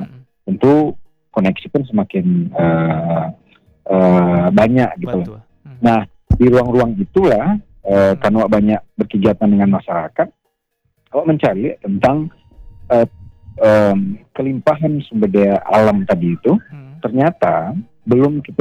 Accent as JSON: {"language": "Indonesian", "region": "West Sumatra", "country": "Indonesia", "said": "Jadi mungkin, namanya kita orang Minang dah, pasti raso sagan itu ada."}